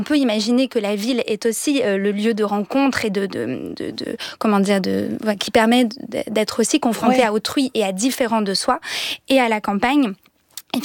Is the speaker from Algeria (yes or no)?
no; Auvergne-Rhône-Alpes, France; Et moi, c'était un peu ce que je ressentais dans l'Allier, c'est-à-dire effectivement les haies du bocage bourbonnais